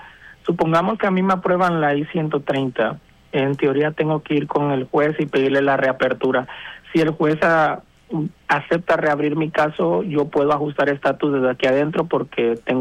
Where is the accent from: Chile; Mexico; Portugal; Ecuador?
Mexico; O sea, solamente me dijeron, te tienes que ir a Honduras, yo soy mexicano.